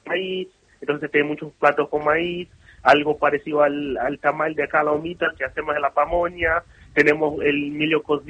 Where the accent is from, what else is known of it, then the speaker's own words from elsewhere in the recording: Brazil; Spanish is a second language; moved away as an adult; now in Buenos Aires, Argentina; yo, por ejemplo, que toda mi infancia, adolescencia, viví en Brasil